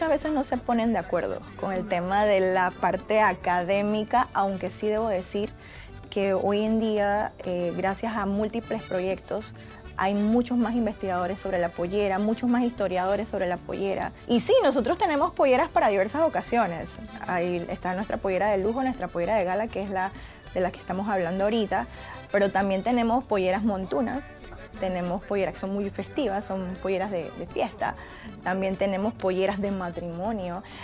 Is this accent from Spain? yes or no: no; Panama; Entonces, yo digo que Panamá al final somos la mezcla de muchas cosas. Culturalmente hablando, somos herencia europea, somos herencia africana, y por supuesto nuestra herencia nativa de ya aquellos habitantes de este continente.